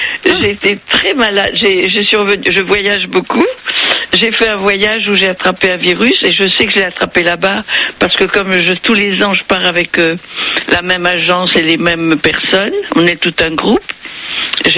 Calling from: Hauts-de-France, France; Je suis près de Lille.

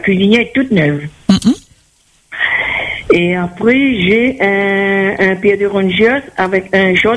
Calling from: Sainte-Marie, Réunion; Je suis à Sainte-Marie

